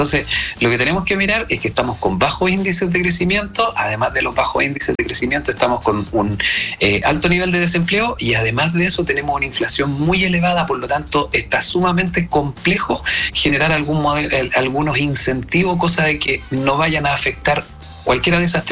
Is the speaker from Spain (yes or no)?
no; Chile